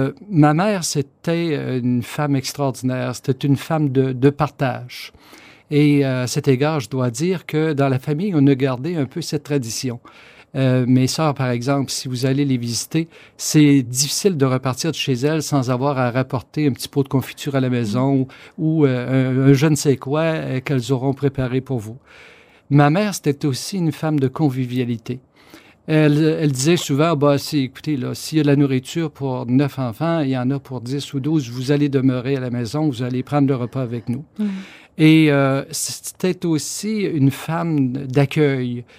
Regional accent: Saint-Damien, Quebec, Canada; Je suis natif, moi, de Saint-Damien, dans le beau comté de Bellechasse. C'est un pays de montagne, hein

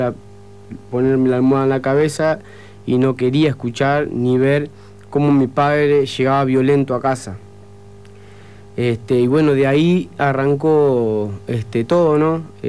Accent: Salto, Uruguay; Nosotros somos, soy Ciudad de Salto, vivo con mis 7 hermanos, entre hermanas.

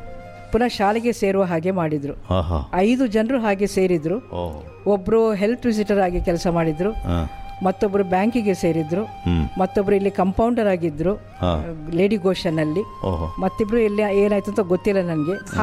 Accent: Innanje, Karnataka, India; born there; also born or lived in Mumbai; now in Mangalore, India; ನಮ್ಮ ಹಳ್ಳಿಯಲ್ಲಿ ಇನ್ನಂಜೆ ಅಲ್ಲಿ ನಾನು ಕಲಿತದ್ದು.

